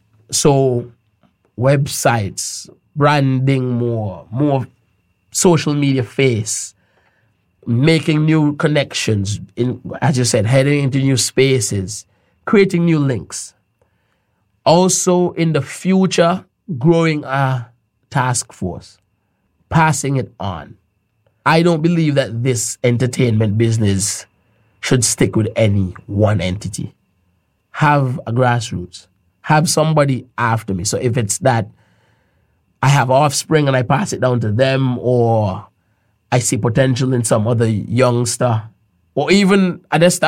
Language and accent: English; Montserrat; I always like to think that even though I wasn't born in Montserrat, I grew up in Montserrat to Montserrat Session parents.